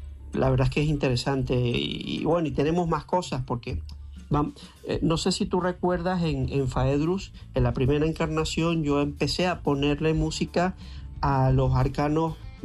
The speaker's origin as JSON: {"language": "Spanish", "country": "Spain", "said": "Hay algún festival al que no hemos entrado porque somos de España."}